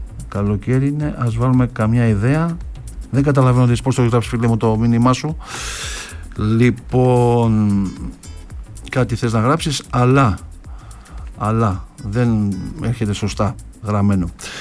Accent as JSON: {"language": "Greek", "town": "Parapotamos", "region": "Epirus", "country": "Greece", "tie": "born or raised there", "said": "όπως έλεγαν και στο χωριό μου στη Λεμπανίτσα και στον Παραπόταμο"}